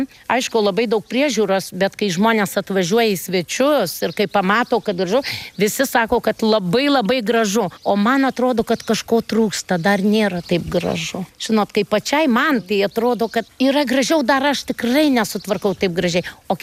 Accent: Kaunas, Kaunas County, Lithuania; born there; moved away; gimiau Kaune ir miestietė ir aš galvoju, nu, kad aš nežinau, ar aš kada kaime gyvensiu. Bet taip išėjo, kad aš miestelį gyvenu, nu, bet beveik kaip kaime, bet jau daug metų čia gyvenu, 38 metai kaip gyvenu.

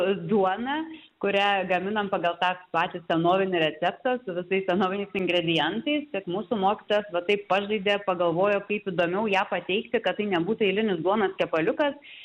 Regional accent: Šiauliai County, Lithuania; aš pati iš Šiaulių krašto

